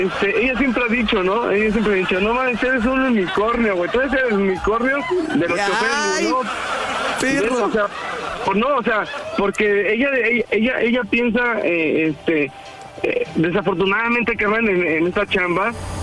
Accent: Morelos, Mexico; Ok, tengo 40 años y soy de Morelos.

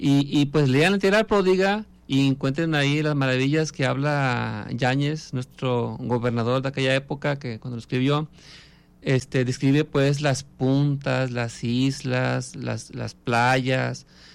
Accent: Jalisco, Mexico; los que somos de Tecomate

